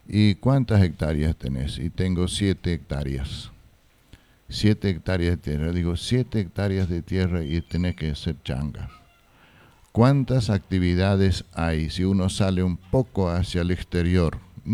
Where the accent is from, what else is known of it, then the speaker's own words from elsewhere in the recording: Fram, Itapúa, Paraguay; moved away; En mi retorno a mi terruño, soy frameño. Viví muchos años afuera, hace ya 26 años que estoy que retorné a Fram.